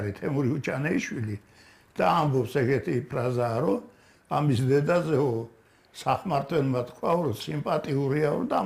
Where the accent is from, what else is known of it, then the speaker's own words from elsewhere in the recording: Tbilisi, Georgia; დავიბადე და გავიზარდე ტრადიციულ თბილისურ უბანში, სადაც ერთმანეთის მოგზალება, ერთმანეთის სიყვარული პატივისცემა უმაღლეს დონეზე იყო.